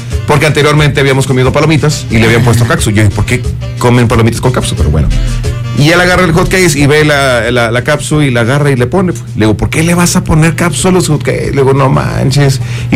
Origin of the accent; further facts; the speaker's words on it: Mexico; somos mexicanos